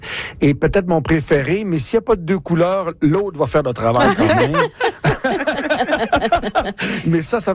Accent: Quebec, Canada; moved away; dans mon coin de pays, le lac Saint-Jean

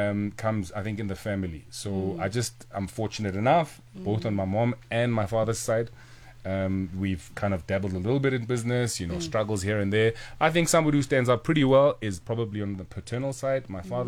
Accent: Soweto, Gauteng, South Africa; I grew up in the township.

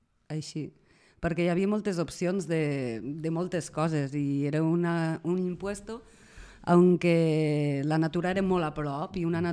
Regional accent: Cervià de les Garrigues, Catalonia, Spain; now in Menorca, Spain; Jo sóc de Cervià de les Garrigues, d'un poble de 600 habitants. Les Garrigues és una de les comarques més deprimides de Catalunya. És una comarca super rural. Bueno, jo avui vinc de les Garrigues

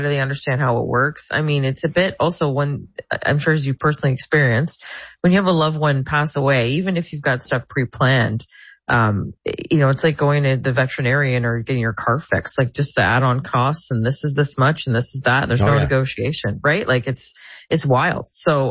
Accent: Amherstburg, Ontario, Canada; moved away as an adult; I still feel like I'm a girl from Southern Ontario, like an Amherstburg girl. I haven't lived there since I was 18, but I visit there. But it's an important part of who I am.

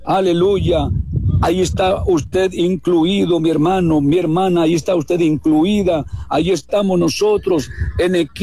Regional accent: Mexico; born there; estamos viviendo en México, nacimos en México

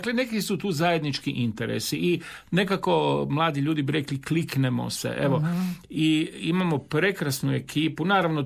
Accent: Samobor, Zagreb County, Croatia; Tako smo mi Samoborci ponosni na svoju procesiju Majke Božje Bistričke

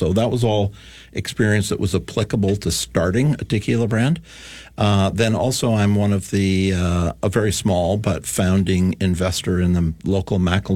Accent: Esquimalt, British Columbia, Canada; And we just say, Esquimalt.

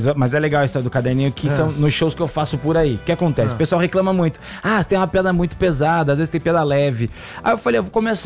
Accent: Ilhabela, São Paulo, Brazil; Cara, que eu venho de Ilhabela, né?

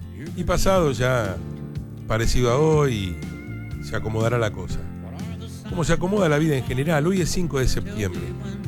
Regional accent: Argentina

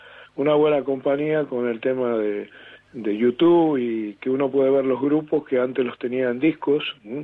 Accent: Valentín Alsina, Buenos Aires Province, Argentina; now in Gerli, Argentina; Yo soy soy oriundo de Valentín Alsina, pero ahora estoy jubilado, vivo solo en Gerli, que pertenece a Lanús.

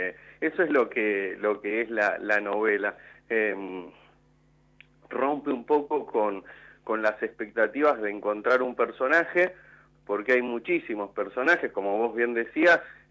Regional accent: General Rodríguez, Buenos Aires Province, Argentina; now in Mar del Plata, Argentina; yo nunca viví en Buenos Aires, soy de General Rodríguez, ahora vivo en Mar del Plata

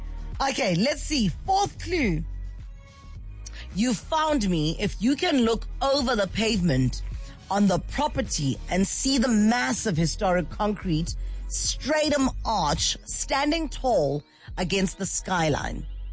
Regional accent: Johannesburg, Gauteng, South Africa; I'm from Joburg. There is absolutely nothing you can tell me about the city that I won't know or have heard about.

